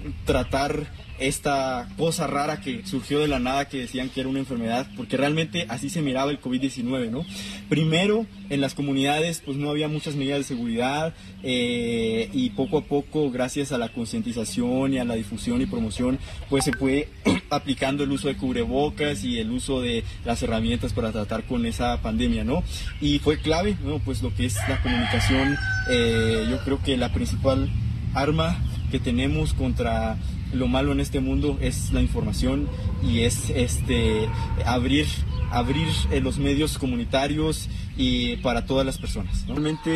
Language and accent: Spanish; Otobachi, Chihuahua, Mexico; soy de aquí de Otobachi, en el municipio de Huachochi. Se encuentra a 20 kilómetros de la cabecera municipal